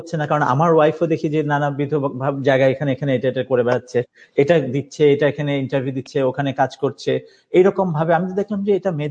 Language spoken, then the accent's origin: Bangla; Bangladesh